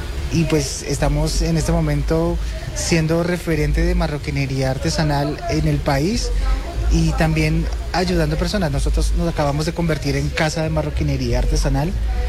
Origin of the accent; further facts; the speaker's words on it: Arauca, Colombia; Yo soy de Arauca, nací y crecí en Arauca.